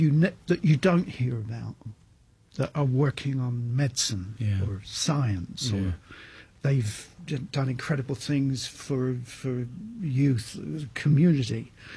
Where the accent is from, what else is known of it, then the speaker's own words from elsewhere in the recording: Ireland; And then I'm walking around talking to myself, and I'm Irish